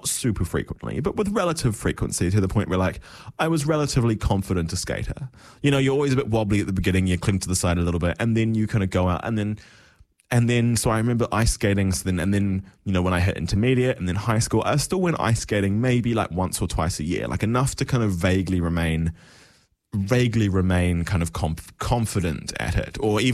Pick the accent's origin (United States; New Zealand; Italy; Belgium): New Zealand; Southland; growing up in the South Island, right? Like, so like, the nearest town to me growing up was Gore, and Gore had a really good ice rink